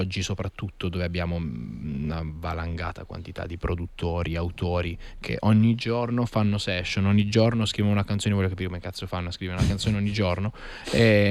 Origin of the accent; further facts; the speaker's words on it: Bari, Apulia, Italy; born there; also born or lived in Bitetto